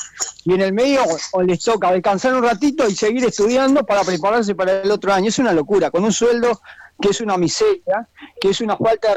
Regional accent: Argentina; nuestra identidad como argentinos

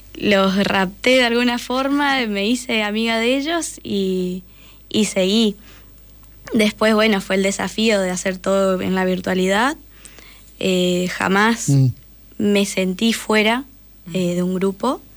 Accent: Paso de los Libres, Corrientes, Argentina; now in Concordia, Argentina; encontré que había en Concordia, que me queda cerca, soy de Paso de los Libres de Corrientes

